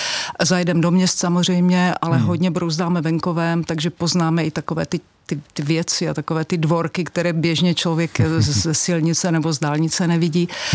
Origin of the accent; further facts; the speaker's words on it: South Moravian Region, Czechia; Já jsem nížiny typ, já jsem děvče z Jižní Moravy, takže mě jakýkoliv kopec prostě trošku jako irituje.